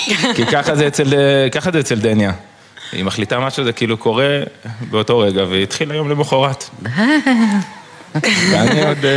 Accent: Haifa, Haifa District, Israel; אני חיפאי.

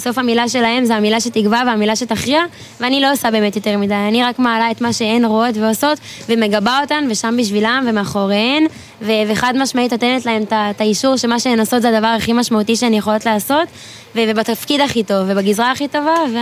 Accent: Eilon, Northern District, Israel; אני מהגליל המערבי

